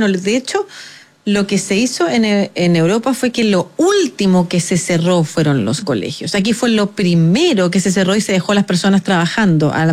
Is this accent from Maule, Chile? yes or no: no; Concepción, Biobío, Chile; now in Santiago, Chile; Yo soy no tan del sur de como Valdivia, soy de Concepción